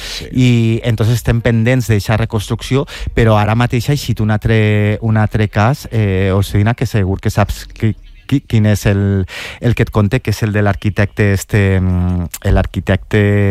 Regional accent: Valencian Community, Spain; Jo que sóc de la Marina Alta, molta gent major, tots els estalvis de la vida han, de la seva vida els han invertit en una vivenda i la tenen llogada ara.

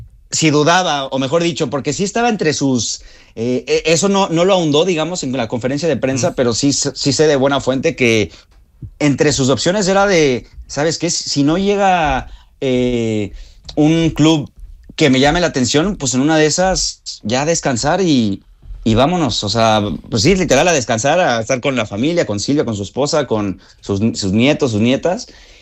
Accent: Mexico; Hasta me pone, pues como mexicano, me llena de orgullo

